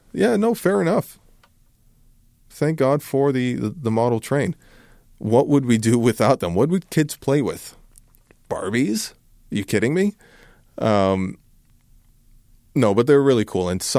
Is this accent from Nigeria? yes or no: no; Brampton, Ontario, Canada; I grew up in Brampton